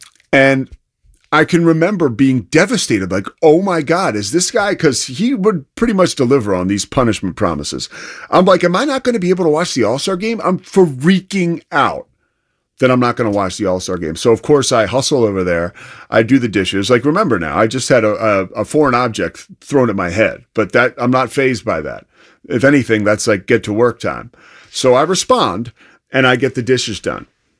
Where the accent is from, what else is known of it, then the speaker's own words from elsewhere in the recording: Philadelphia, Pennsylvania, United States; And I'm from Philadelphia, so I thought it was neat that the game was played in Philly.